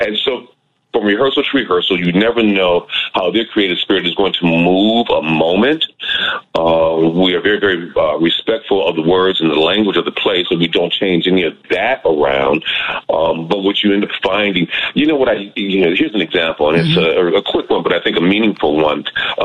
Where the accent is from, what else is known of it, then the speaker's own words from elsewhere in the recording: Detroit, Michigan, United States; born and raised in Detroit